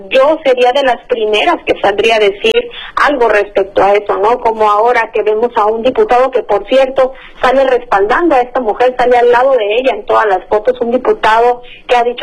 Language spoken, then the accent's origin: Spanish; Baja California Sur, Mexico; la gente de Baja California Sur, de mi tierra